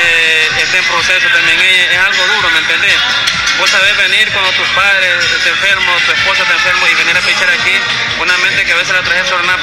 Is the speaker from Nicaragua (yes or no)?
yes; Nicaragua; moved away; also born or lived in United States; cuando me vine para de Nicaragua, o estuve en Estados Unidos ahorita